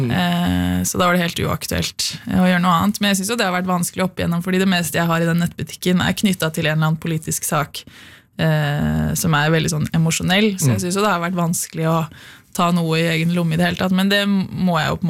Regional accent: Lillehammer, Innlandet, Norway; born there; also born or lived in Ås, Norway; Jeg er opprinnelig fra Ås, men jeg har også bodd veldig mange år på Lillehammer.

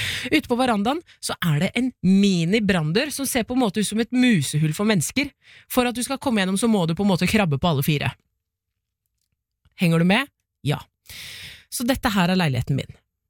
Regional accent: China; Norwegian is a second language; now in Norway; Jeg har begynt å pakke ut nå, jeg er fra Kina.

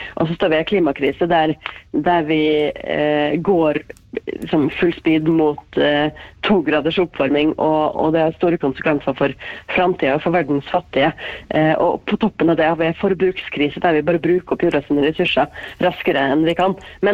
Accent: Molde, Møre og Romsdal, Norway; Jeg har vokst opp på Kringsjå i Molde, og der kan man ta på ski og gå rett ut i marka, liksom fra egen garasje.

